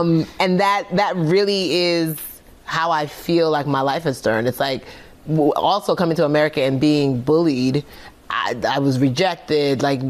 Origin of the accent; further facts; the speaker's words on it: Nigeria; Oh man, she's from Nigeria.